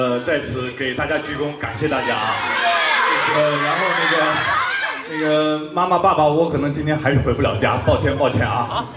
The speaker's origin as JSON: {"language": "Chinese", "town": "Harbin", "region": "Heilongjiang", "country": "China", "tie": "born or raised there", "moved": "yes", "said": "我是哈尔滨的孩子"}